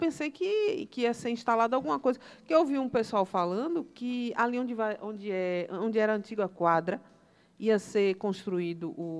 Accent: Juazeiro, Bahia, Brazil; born there; moved away as an adult; also born or lived in Petrolina, Pernambuco / Aracaju, Sergipe; now in Bahia, Brazil; Eu nasci em Juazeiro, mas eu estudei minha vida toda em Petrolina, que é Pernambuco. Depois, quando eu terminei e saí de Juazeiro, eu fui para Aracaju.

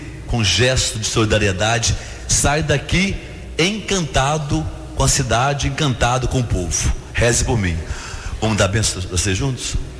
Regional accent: Sacramento, Minas Gerais, Brazil; eu sou do Sacramento

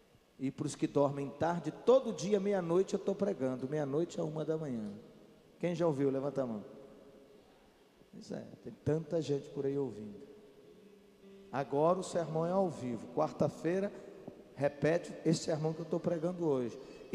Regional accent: Cuparaque, Minas Gerais, Brazil; born there; Lá na minha cidade, a cidade onde eu nasci, Cuparaque, tem uma serra que no alto da serra tem quase 800 metros de altura, acima do nível do mar.

